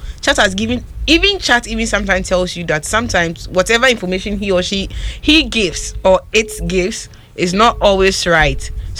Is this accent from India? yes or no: no; Ashanti, Ghana; I was raised in the Ashanti region.